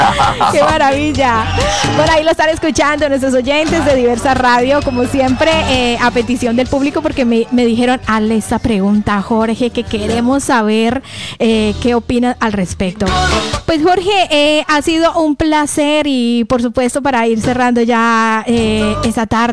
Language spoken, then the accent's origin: Spanish; Colombia; hablando como colombiana, como latina y como hispanohablante